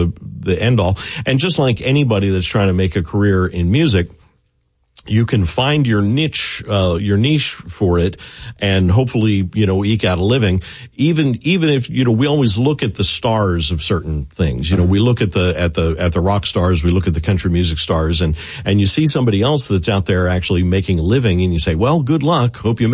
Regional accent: Maryland, United States; I grew up in Anne Arundel County, Maryland, just south of Baltimore.

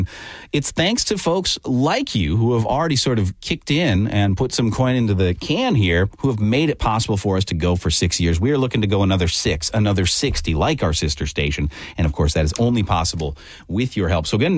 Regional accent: North Dakota, United States; I listened to that thing so much, I had twang in my voice, and I'm from North Dakota.

